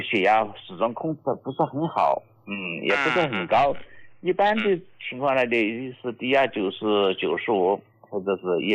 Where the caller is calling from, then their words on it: Jintang, Sichuan, China; 哎，我来自四川成都金堂县的，